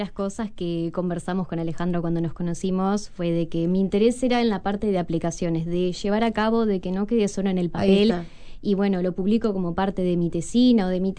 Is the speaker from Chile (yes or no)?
no; Montevideo, Uruguay; now in Durazno, Uruguay; Soy de Montevideo.